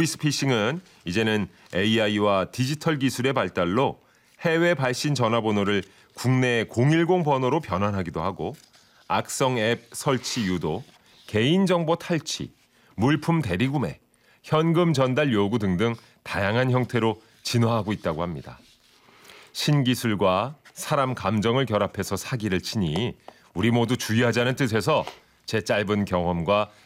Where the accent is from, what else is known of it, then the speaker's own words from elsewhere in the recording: North Gyeongsang, South Korea; 저는 경북 사람인데 왜 서울 고법에서 재판을 하는 거죠?